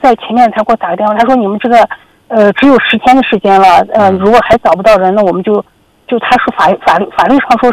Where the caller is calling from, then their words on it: Xinjiang, China; 因为我们就是新疆的嘛